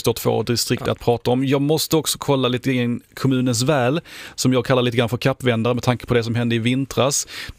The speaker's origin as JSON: {"language": "Swedish", "region": "Halland County", "country": "Sweden", "said": "min hemkommun, Hylte kommun."}